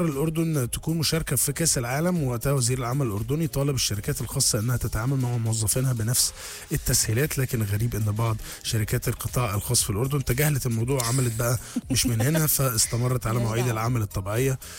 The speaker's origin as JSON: {"language": "Arabic", "country": "Egypt", "said": "عندنا في مصر"}